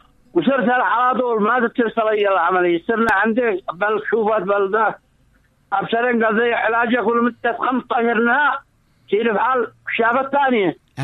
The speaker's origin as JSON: {"language": "Arabic", "region": "Sanaa", "country": "Yemen", "said": "من بني مضار."}